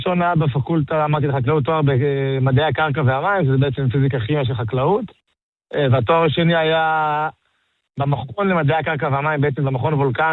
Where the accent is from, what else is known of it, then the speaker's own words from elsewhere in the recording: Nehalim, Central District, Israel; אני גדלתי במושב, דור שלישי